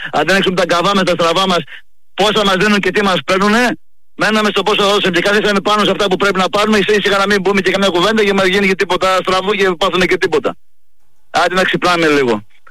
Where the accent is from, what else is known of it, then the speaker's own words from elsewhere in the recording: Katerini, Central Macedonia, Greece; Κατερίνη, τους άγια μου, έχω δρόμο στην Κατερίνη. Η πόλη της Λακούβας, αδερφέ. Άκου να δεις σκηνικό στην πόλη μου